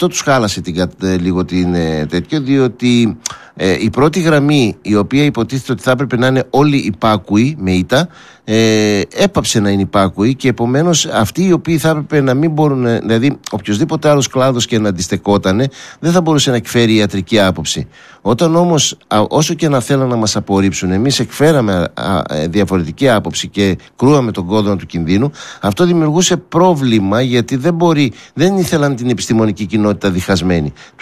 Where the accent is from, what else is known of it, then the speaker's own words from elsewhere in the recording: Greece; σαν Έλληνες